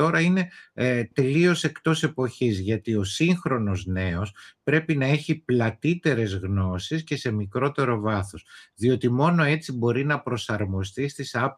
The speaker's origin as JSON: {"language": "Greek", "town": "Athens", "region": "Attica", "country": "Greece", "also_born_or_lived": "Thessaloniki", "moved": "as an adult", "said": "Επειδή και εγώ κάποτε έφυγα από την Αθήνα και πήγα στη Θεσσαλονίκη για να σπουδάσω"}